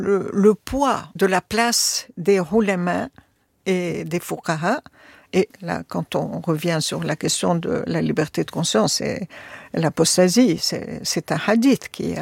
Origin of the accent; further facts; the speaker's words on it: Tunisia; Chez nous, en Tunisie, voilà.